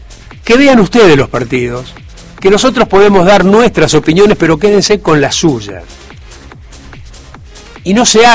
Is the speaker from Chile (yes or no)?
no; Rosario, Santa Fe, Argentina